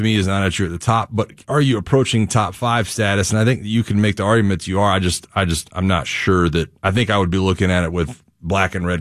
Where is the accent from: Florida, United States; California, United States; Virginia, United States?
Florida, United States; moved away; also born or lived in Tuscaloosa; I grew up in Florida.